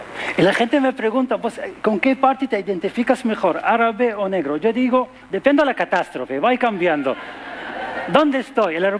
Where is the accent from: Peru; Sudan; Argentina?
Sudan; Spanish is a second language; now in Spain; soy de Sudán. ¿Alguien conoce Sudán?